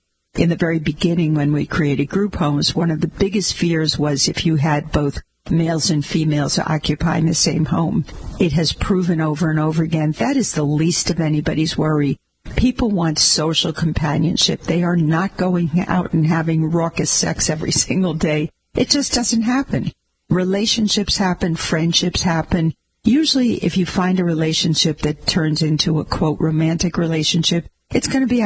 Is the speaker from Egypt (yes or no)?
yes; Egypt; And when you hear that I'm from Egypt, you expect me to perhaps have a different view or a different accent or a different complexion.